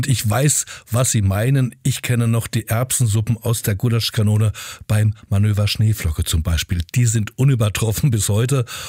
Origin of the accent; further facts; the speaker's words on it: Thuringia, Germany; born there; als geborener Thüringer